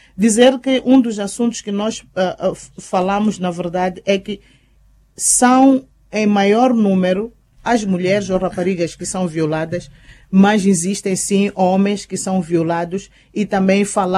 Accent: Xitengueli, Gaza, Mozambique; born there; Por acaso, Xitengueli é onde eu nasci, não estou a dizer, a querer estar a ir para o, porque os meus pais são provenientes de Xitengueli

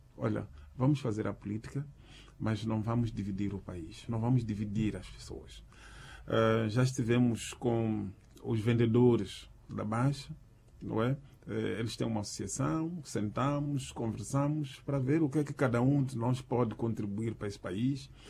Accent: Mozambique; Então, saímos lá encorajados que é possível nós, como moçambicanos, apesar das nossas diferenças, vivermos em paz.

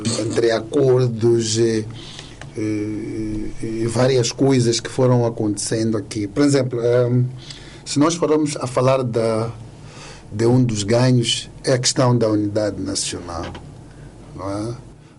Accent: Mozambique; todos nós somos moçambicanos

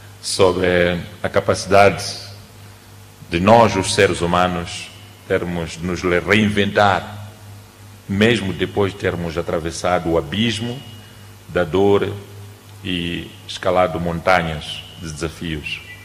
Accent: Inhaminga, Sofala, Mozambique; born there; Meu irmão mais velho, este que tinha este nome, nasceu no Dondo e eu nasci em Inhaminga, porque o meu pai trabalhava no CFM e tinha sido transferido do Dondo para Inhaminga.

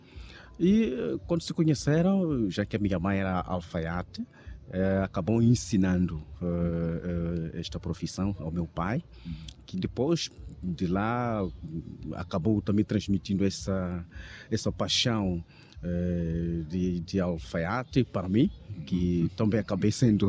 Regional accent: Caia, Sofala, Mozambique; 100% natural de Kaia, sou filho de casa.

